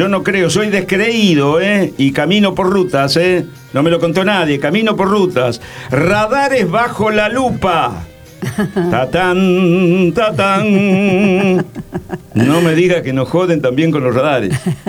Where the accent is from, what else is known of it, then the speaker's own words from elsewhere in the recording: Rosario, Santa Fe, Argentina; also born or lived in Córdoba; será que nací en Córdoba, pero soy más santafesino que nunca y que siempre, porque han pasado tantos años lo que les conté. Pero yo no entro, soy de Rosarino, santafesino